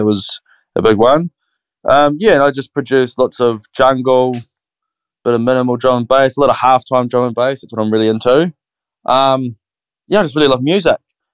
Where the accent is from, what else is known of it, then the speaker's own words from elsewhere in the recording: Motueka, Tasman, New Zealand; moved away as an adult; now in Christchurch, New Zealand; I'm from Motueka or Rewaka, but I've been living in Christchurch for 3 years.